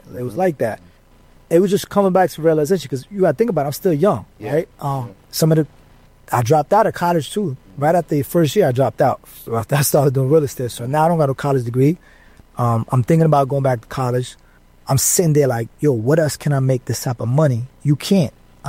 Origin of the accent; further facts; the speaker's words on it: Jersey City, New Jersey, United States; moved away as an adult; now in Atlanta, United States; I'm from Jersey City, mainly.